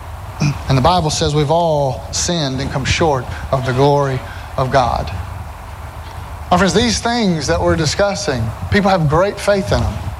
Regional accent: Alabama, United States; I'm from Alabama. I'm gonna trip on my own tongue here and there.

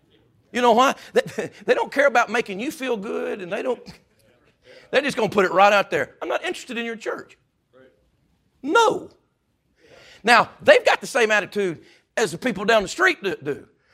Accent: Southern United States, United States; I'm a Southerner, born and bred.

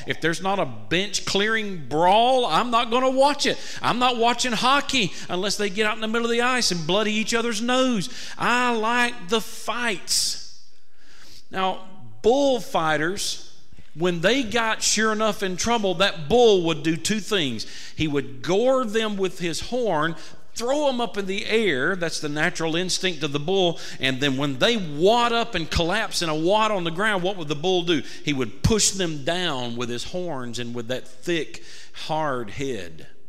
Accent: Florida, United States; I'm a Republican. I am a Christian before I'm an American citizen. I'm a Christian before I'm a Floridian.

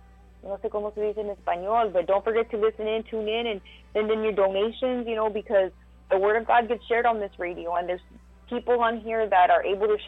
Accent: Donna, Texas, United States; Muchos nos preguntan de dónde estamos. Pues we're from Donna, somos de Donna.

